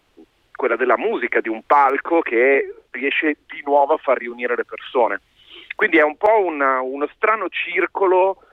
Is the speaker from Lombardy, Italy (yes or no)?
yes; Milan, Lombardy, Italy; also born or lived in Genoa; te lo dico da milanese, tra l'altro, da nato e cresciuto a Milano